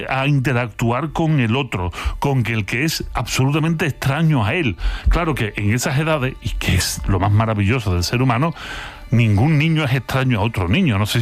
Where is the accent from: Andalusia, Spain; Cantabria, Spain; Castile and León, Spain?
Andalusia, Spain; pues este es cascarón de huevo, que decíamos cuando éramos chicos aquí en Andalucía.